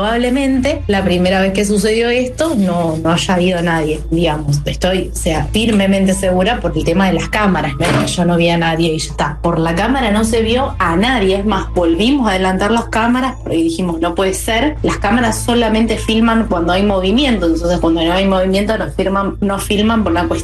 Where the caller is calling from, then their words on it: Rosario, Santa Fe, Argentina; Yo soy de Rosario, viviendo en mi casa.